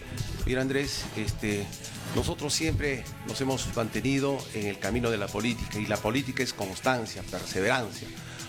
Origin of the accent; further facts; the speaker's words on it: Sicuani, Cusco, Peru; a mi tierra casi, a Sicuani, a Canchis.